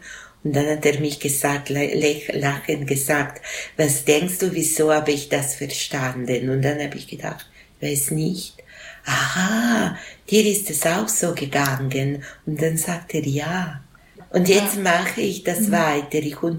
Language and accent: German; Switzerland; born there; accent: the village dialect; Meine Eltern stammen aus Norditalien. Wir haben das gleiche Dialekt wie im Dorf gesprochen. Und man hat uns nicht angesehen, dass wir nicht von dort waren.